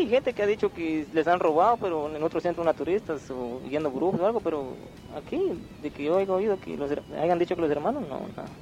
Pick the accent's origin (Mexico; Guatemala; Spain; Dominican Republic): Guatemala; Guatemala City, Guatemala Department; Vengo aquí de la capital, de la zona 7, del Amparo 1.